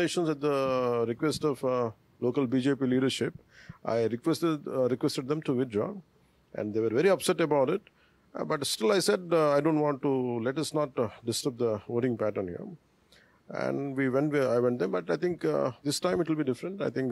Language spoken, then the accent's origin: English; Telangana, India; English is a second language; also born or lived in Chennai; It is in Telangana, and I'm an Indian citizen. I'm a part of Telangana.